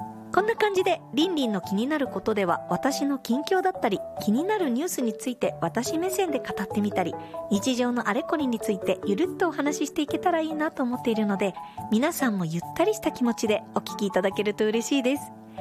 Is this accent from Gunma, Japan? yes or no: yes; Gunma, Japan; 地元群馬県には桜の名所がたくさんあるのですが